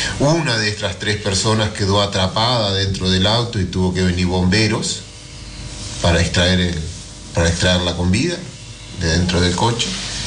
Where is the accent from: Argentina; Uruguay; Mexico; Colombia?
Uruguay; Durazno; born there; moved away as an adult; Yo hace más de un año que me radiqué aquí, yo era de Durazno, yo nací en Ruta 5 y Morquio